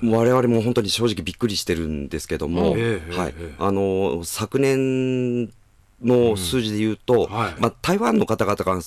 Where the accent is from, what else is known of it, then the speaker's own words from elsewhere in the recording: Aizu, Fukushima, Japan; moved away as an adult; now in Matsushima, Japan; 私は出身会津なもんですから。